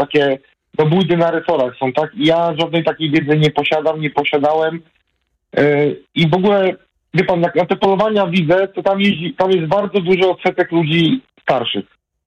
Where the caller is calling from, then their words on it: Pruszcz Gdański, Pomeranian Voivodeship, Poland; Ja mieszkam w Pruszu Gdańskim